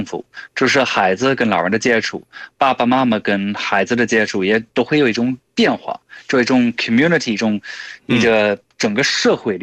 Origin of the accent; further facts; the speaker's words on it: United Kingdom; now in Beijing, China; 我自己小时候在英国